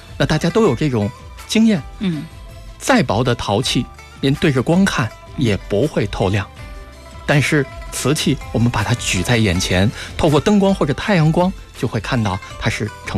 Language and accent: Chinese; China; 作为中国人很遗憾